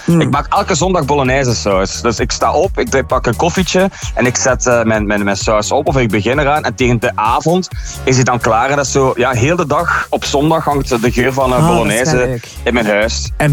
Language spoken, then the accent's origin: Dutch; Flanders, Belgium; Zeker als Vlaming